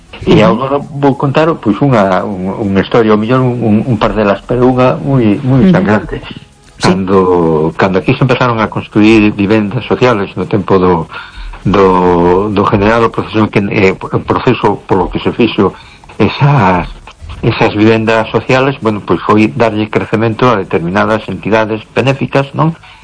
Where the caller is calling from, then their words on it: A Coruña, Galicia, Spain; Buenas noches. … de Coruña. ¿Qué tal estamos?